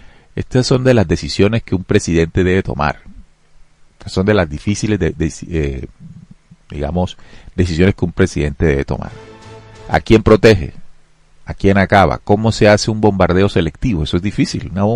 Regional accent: Colombia; nosotros como colombianos

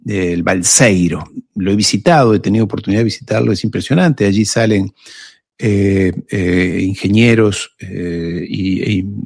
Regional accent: Uruguay; Yo soy uruguayo

